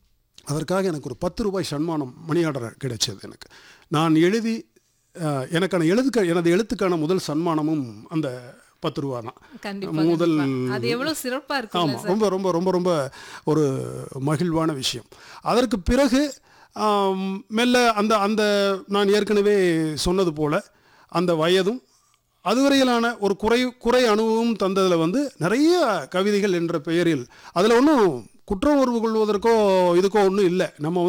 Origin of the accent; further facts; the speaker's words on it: Palani, Tamil Nadu, India; ஆனால் இன்றைக்கும் வந்து எனக்கு மிக நெருக்கமாக இருக்கும் பழனி. நான் பழனியை சேர்ந்தவன்.